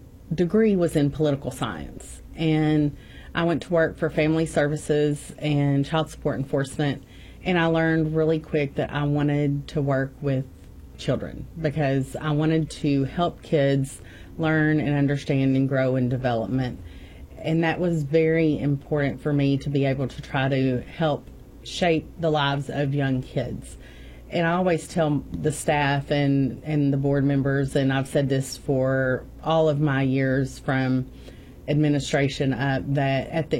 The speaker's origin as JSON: {"language": "English", "town": "Kennett", "region": "Missouri", "country": "United States", "tie": "born or raised there", "moved": "as an adult", "said": "So I come from Southeast Missouri. I lived in Kennett, Missouri for 40 years, graduated from St. Hornersville High School"}